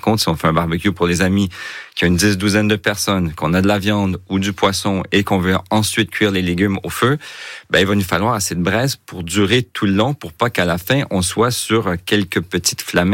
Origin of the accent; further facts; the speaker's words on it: Quebec, Canada; now in France; Exactement. En France, quand je suis arrivé il y a une quinzaine d'années, c'était assez peu commun, si on veut.